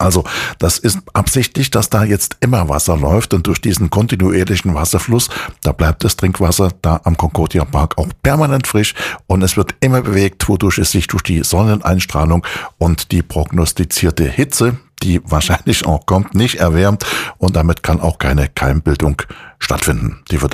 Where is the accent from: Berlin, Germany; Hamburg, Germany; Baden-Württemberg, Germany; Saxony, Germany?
Saxony, Germany; Chemnitz; Wir gucken mal in meine Heimatstadt nach Chemnitz.